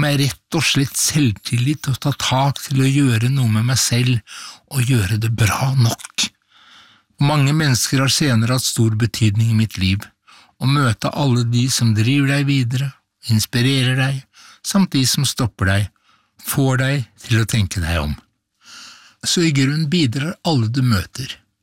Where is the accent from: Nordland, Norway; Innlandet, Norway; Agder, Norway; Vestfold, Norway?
Vestfold, Norway; Horten; moved away as an adult; now in Oslo, Norway; som mitt første stopp som florist og blomsterdekoratør da jeg kom fra Horten til hovedstaden på 70-tallet.